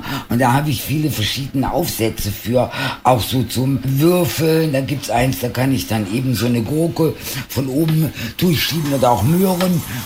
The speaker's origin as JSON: {"language": "German", "country": "Spain", "said": "Aber es wäre, glaube ich, als Spanierin auch schwierig zu sagen, man mag keine Oliven."}